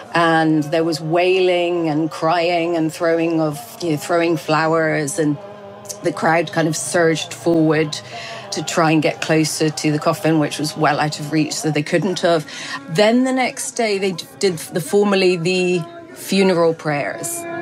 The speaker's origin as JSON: {"language": "English", "country": "United Kingdom", "said": "I suppose I'm not, being British"}